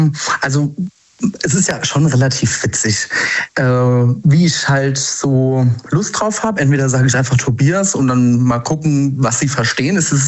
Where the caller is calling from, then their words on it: Saarland, Germany; Aus der Nähe von Saarbrücken im Saarland.